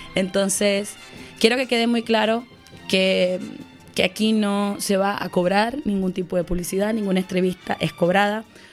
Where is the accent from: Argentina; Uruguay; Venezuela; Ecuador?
Venezuela; now in Budapest, Hungary; obviamente soy venezolana